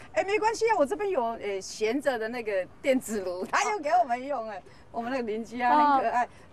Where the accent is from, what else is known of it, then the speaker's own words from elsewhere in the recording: Taiwan; 但是他就非常的热爱我们，欢迎我们台湾人这样的。